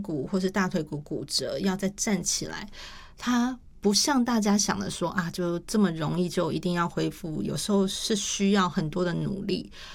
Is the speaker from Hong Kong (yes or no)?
no; Taiwan; 所以在我们台湾人的平均的寿命越来越长了，